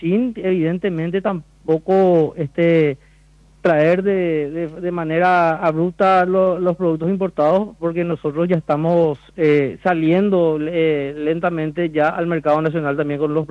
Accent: Paraguay; como ciudadano, como productor paraguayo

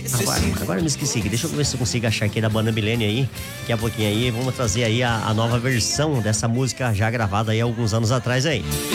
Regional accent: Brazil; a nossa querida cidade de Naranjal, né? Minha cidade natal aí.

